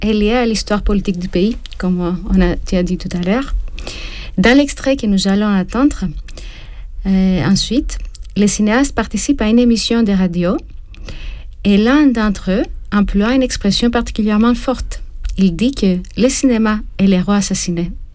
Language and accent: French; Thessaloniki, Central Macedonia, Greece; moved away; moi, je suis grecque, je ne suis pas loin de la Grèce, mais je suis toujours attachée à Thessalonique.